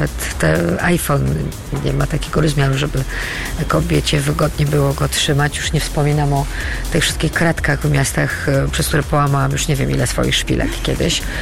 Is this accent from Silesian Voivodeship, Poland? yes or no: no; Poznań, Greater Poland Voivodeship, Poland; moved away as an adult; Ja jestem poznanianką z urodzenia. Spędziłam tu pierwsze, z moimi przerwami, 30 lat swojego życia. Przyjechałam tu urodzić dzieci, chociaż już wtedy w Poznaniu nie mieszkałam, bo chciałam, żeby moje dzieci były z Poznania. No i to miasto mi zdecydowanie płynie we krwi.